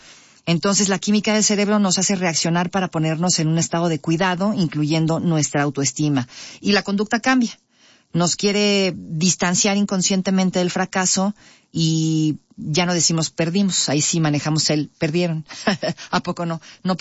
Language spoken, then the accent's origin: Spanish; Mexico